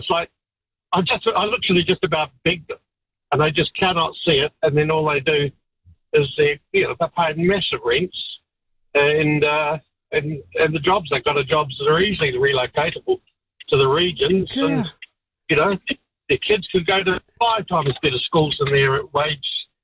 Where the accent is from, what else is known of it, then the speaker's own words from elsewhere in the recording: Palmerston North, Manawatū-Whanganui, New Zealand; I'm from Palms North originally, and I'm in the lifestyle.